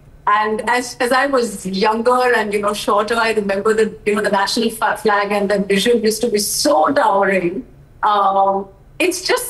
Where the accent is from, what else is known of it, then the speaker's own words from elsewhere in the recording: India; take immense pride in the fact that I have an Indian passport, that wherever I go, I'm introduced as an Indian actor.